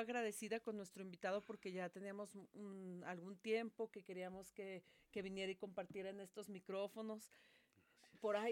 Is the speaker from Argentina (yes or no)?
no; Mexico; somos mexicanos.